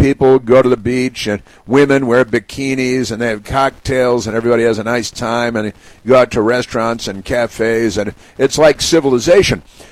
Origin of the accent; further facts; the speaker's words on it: Chicago, Illinois, United States; And then growing up in Chicago, and which Democrats murdered people in Chicago overnight?